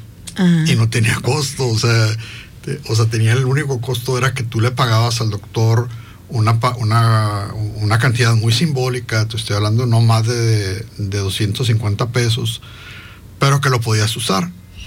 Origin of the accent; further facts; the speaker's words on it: Hermosillo, Sonora, Mexico; born there; Yo nací en Hermosillo, Sonora. Y nací en Hermosillo, Sonora. Mi mamá es de Hermosillo, Sonora.